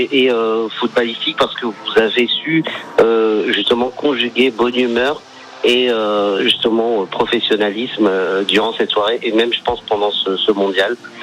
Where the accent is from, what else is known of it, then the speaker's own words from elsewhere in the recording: Bordeaux, Nouvelle-Aquitaine, France; Je suis de Bordeaux.